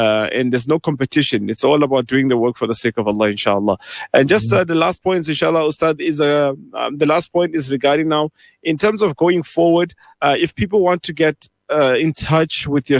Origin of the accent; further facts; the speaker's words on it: Pretoria, Gauteng, South Africa; moved away; originally I'm from Pretoria myself